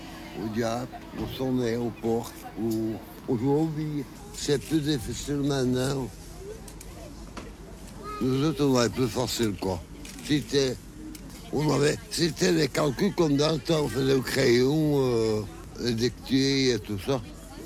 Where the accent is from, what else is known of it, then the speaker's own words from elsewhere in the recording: Floreffe, Wallonia, Belgium; Je suis né à Floreff. Donc, je suis un vieux de Floreff.